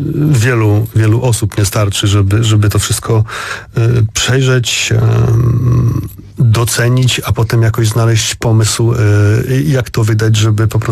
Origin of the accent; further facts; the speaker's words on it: Warsaw, Masovian Voivodeship, Poland; No ja tutaj jako warszawiak